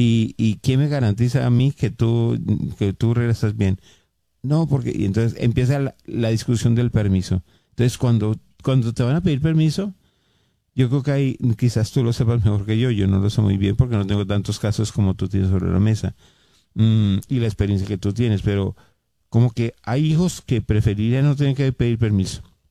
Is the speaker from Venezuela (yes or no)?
no; Colombia; moved away as an adult; now in United States